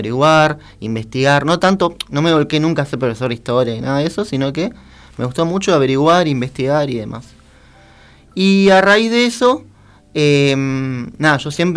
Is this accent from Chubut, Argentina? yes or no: no; Uribe, Buenos Aires Province, Argentina; moved away as an adult; now in Cañuelas, Argentina; Claro, yo soy de Uribe en realidad. Yo vivo en Cañuelas, pero soy de Uribe. Me mudé a Cañuelas por un tema laboral, porque mi mujer es de Cañuelas, mi hija estudia allá. Pero la realidad es que soy de Uribe.